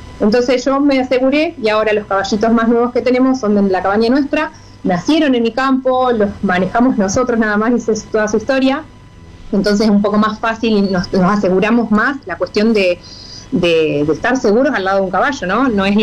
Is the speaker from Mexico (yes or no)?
no; Entre Ríos, Argentina; born there; now in Rosario, Argentina; nací en Entre Ríos hace 45 años